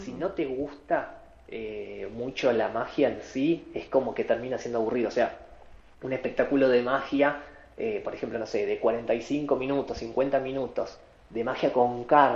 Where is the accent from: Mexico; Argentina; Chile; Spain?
Argentina; San Fernando, Buenos Aires Province; Yo soy de San Fernando, de zona norte de Buenos Aires